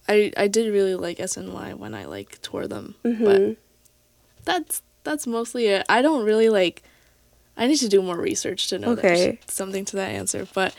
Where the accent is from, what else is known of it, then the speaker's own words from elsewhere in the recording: New York, United States; I'm from New York